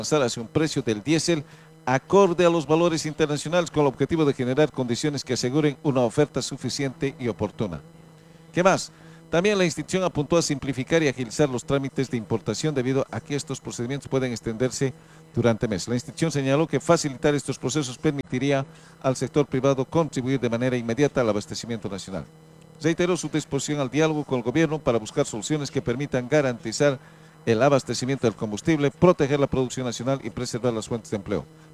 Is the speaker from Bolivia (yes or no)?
yes; Bolivia; Yo estoy como ciudadano boliviano